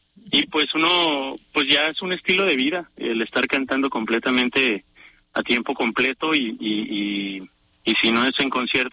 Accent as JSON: {"language": "Spanish", "town": "Mazatlán", "region": "Sinaloa", "country": "Mexico", "said": "yo que vengo de Mazatlán, pues la violencia está ahorita en un estado"}